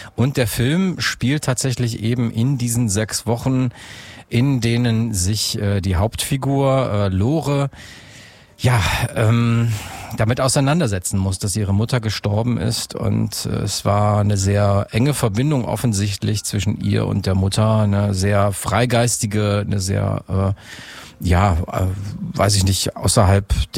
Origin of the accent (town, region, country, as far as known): Aachen, North Rhine-Westphalia, Germany; born or raised there